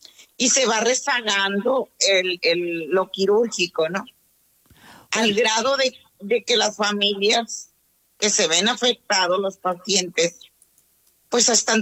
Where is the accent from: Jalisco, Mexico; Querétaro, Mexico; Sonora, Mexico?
Sonora, Mexico; Está en Hermosillo y somos sonorenses. Aunque la realidad es que somos federales, pero estamos situados en Sonora.